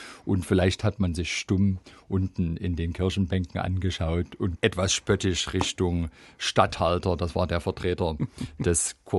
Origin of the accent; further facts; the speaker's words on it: Leipzig, Saxony, Germany; wir beide als Leipziger